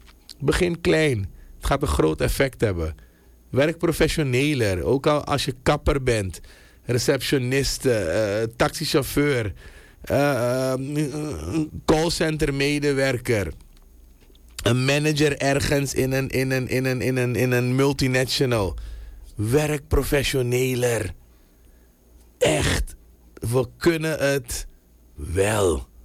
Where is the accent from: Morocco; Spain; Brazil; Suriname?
Suriname; Sommige dingen houden wij gewoon als Surinamers, als natie, als samenleving.